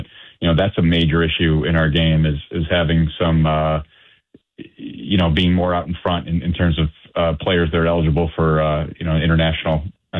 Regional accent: Cleveland, Ohio, United States; I come from a small market, smaller market mentality. And I grew up in Cleveland

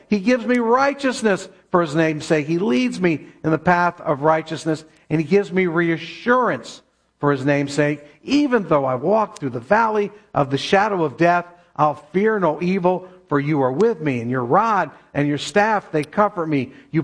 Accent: Keene, New Hampshire, United States; born there; I was born in Keene, New Hampshire. If you've ever been to Camp Spofford, about 5 miles from Camp Spofford.

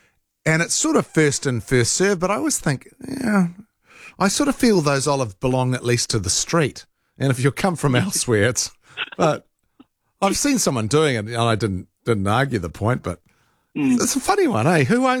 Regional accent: Rotorua, Bay of Plenty, New Zealand; Like, actually, I grew up in Rotorua. My parents built a house there.

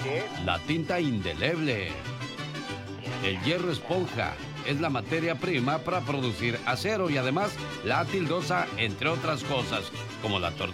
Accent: Mexico; moved away; salí de México, pero México nunca salió de mí.

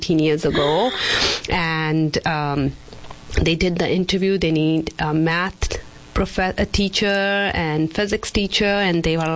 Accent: Dalhousie, Himachal Pradesh, India; It's up in the foothill of Himalayas, Dalhousie. It's north part of the India, up mountains, and it's a very beautiful town, and they call it the mini Switzerland.

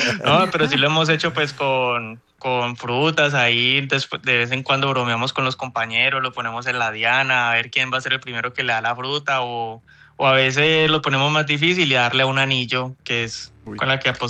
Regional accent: Cali, Valle del Cauca, Colombia; es el cariño que uno le tiene a la ciudad y lo que representa pues para nosotros como caleños.

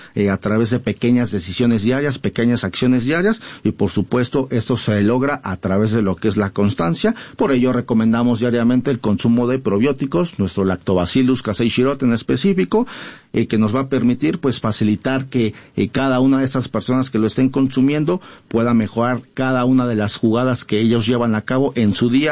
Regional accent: Mexico; sobre todo en una población como la mexicana, que estamos acostumbrados más a estar curando que a la prevención.

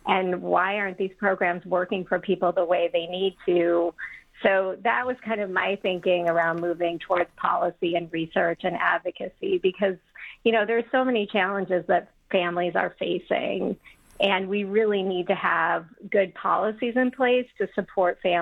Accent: Ohio, United States; moved away as an adult; now in Washington, D.C., United States; I grew up actually on the Michigan border outside of Toledo, in a family that was very focused on social justice in a Catholic household, and ended up out in D.C.

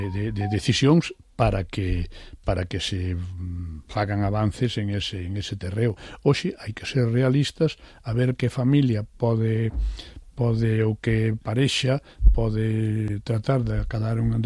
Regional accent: Sober, Galicia, Spain; born there; eu son nacín en Vigo, pero nacín en Sober

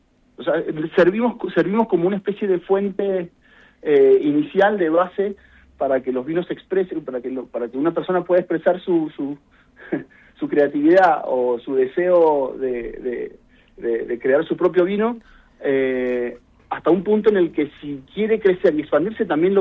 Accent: Mendoza, Argentina; Bueno, siendo mendocino, uno tampoco está tan lejos de eso, ¿no?

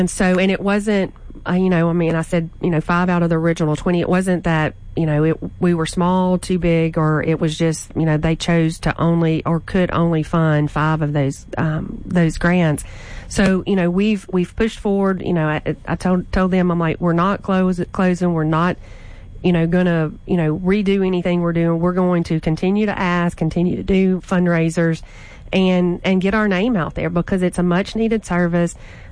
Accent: Logansport, Louisiana, United States; So we're going to Logansport tomorrow, which is my hometown, and we're kind of starting there.

